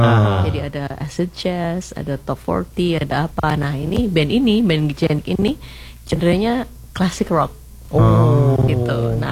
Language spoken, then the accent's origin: Indonesian; Surabaya, East Java, Indonesia; born or raised there